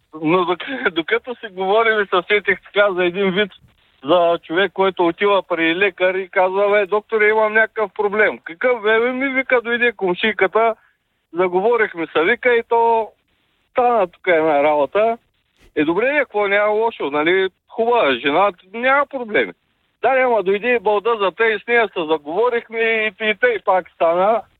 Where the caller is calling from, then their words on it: Gabrovo, Gabrovo Province, Bulgaria; съм от Габрово.